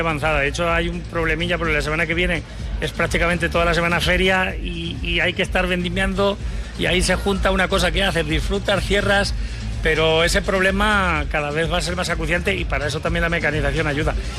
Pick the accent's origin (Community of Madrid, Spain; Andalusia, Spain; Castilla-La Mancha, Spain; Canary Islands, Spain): Castilla-La Mancha, Spain; Miguelturra; para mí como miguelete es un orgullo e incluso como manchego, ya no solo como miguelete